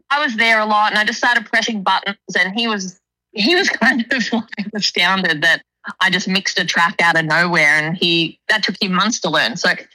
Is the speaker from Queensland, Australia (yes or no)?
no; Diamond Creek, Victoria, Australia; I grew up in Diamond Creek, which is kind of borderline the birds to almost country. I went to school in St. Helena, so near Alfred.